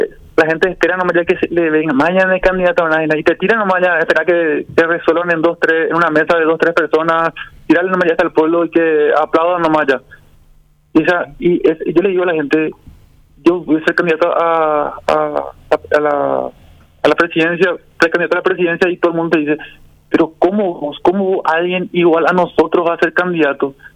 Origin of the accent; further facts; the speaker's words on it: Paraguay; A mí me desespera como paraguayo.